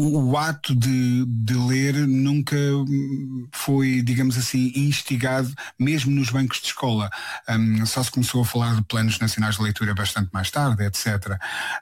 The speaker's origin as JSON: {"language": "Portuguese", "region": "Centro", "country": "Portugal", "said": "minha cultura específica, operária, do centro do país, se calhar um pouco mais rural do que urbano, de onde eu sou originário."}